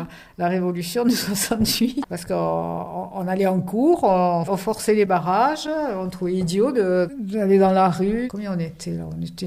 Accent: Carcassonne, Occitanie, France; born there; also born or lived in Nîmes; C'était à Carcassonne, ça. Je suis née à Carcassonne. Et j'ai parti à Nîmes. Et ma mère s'est fait muter à Nîmes.

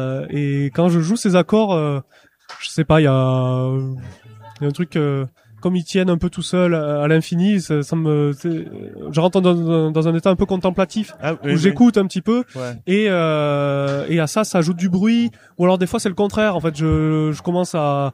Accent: Occitanie, France; je viens des Hautes-Pyrénées donc j'ai eu des cours de gascon. Quand j'étais au collège, mais il m'en reste à peu près rien.

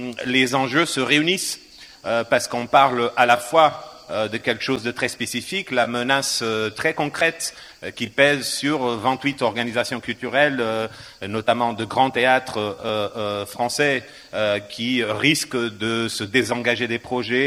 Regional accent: Portugal; now in Avignon, France; Mais je le dis en tant que Portugais, même si Avignonais en construction, je peux encore jouer cette carte.

